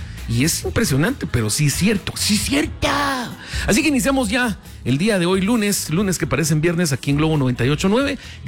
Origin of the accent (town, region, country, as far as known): Guatemala